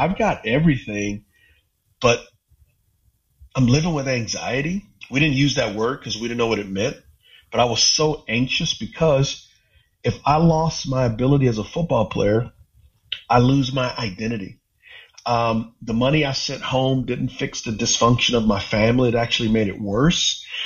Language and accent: English; San Antonio, Texas, United States; moved away; growing up in Texas